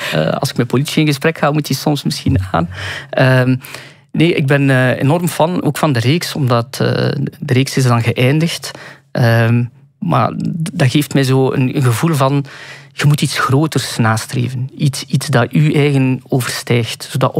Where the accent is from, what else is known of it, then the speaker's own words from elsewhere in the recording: Sint-Niklaas, Flanders, Belgium; ik kom dan uit Sint-Niklaas, op het moment dat ik dan heel actief was in grootsteden